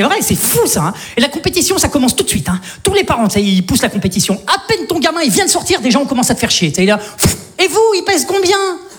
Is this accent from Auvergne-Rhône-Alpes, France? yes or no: yes; Saint-Étienne, Auvergne-Rhône-Alpes, France